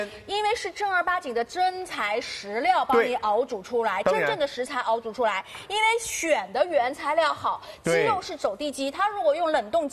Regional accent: Shanghai, China; 我们上海人

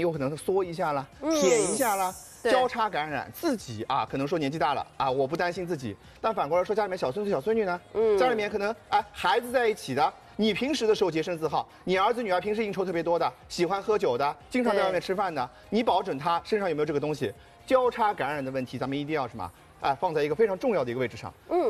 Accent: China

